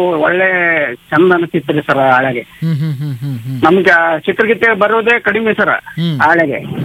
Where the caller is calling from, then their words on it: Madanipur, Karnataka, India; ನಾನು ಕಲಬುರಗಿ ಜಿಲ್ಲೆ ಮಾದನಿಪುರದಿಂದ